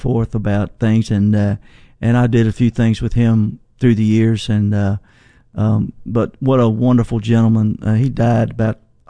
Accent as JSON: {"language": "English", "area": "Nelson County", "region": "Virginia", "country": "United States", "tie": "born or raised there", "said": "growing up in Nelson County, Virginia, and those 50s, 60s, 70s"}